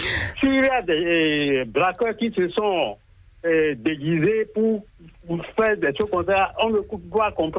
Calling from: Benin; Je vous appelle à Guémilarin, arrondissement d'Azoïse, commune d'Adion.

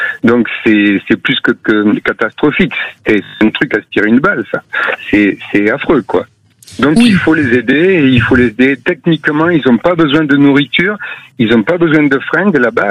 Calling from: Bouliac, Nouvelle-Aquitaine, France; Non, je suis au Porges, là. J'habite Bouliac.

